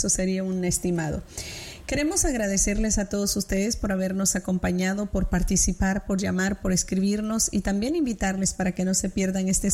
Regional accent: El Salvador; Somos de El Salvador.

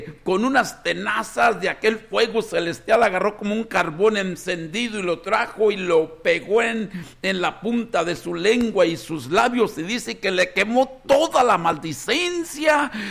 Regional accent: Mexico; born there; moved away; yo vengo de Ranchito Rincón de Alonso y allí había ranchitos alrededor.

